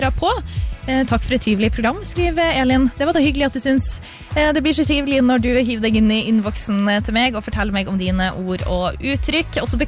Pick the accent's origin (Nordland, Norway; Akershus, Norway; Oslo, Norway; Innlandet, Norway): Nordland, Norway; Leknes; der jeg kommer fra som Lofoten nærmere bestemt Lekne som I Nord-Norge, Nordland